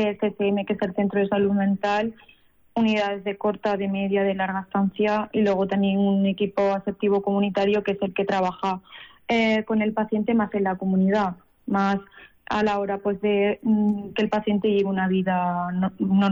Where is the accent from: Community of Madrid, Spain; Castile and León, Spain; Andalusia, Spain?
Andalusia, Spain; Granada; moved away as an adult; now in Huesca, Spain; Soy de Granada, pero